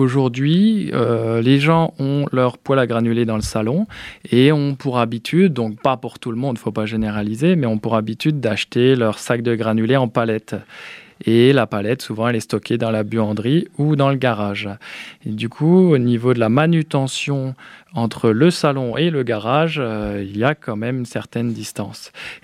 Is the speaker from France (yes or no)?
yes; Chaumont, Grand Est, France; now in Die, France; Moi, je suis à côté de Colombey-les-Deux-Églises, en Haute-Marne. Du coup, je suis né à Chaumont.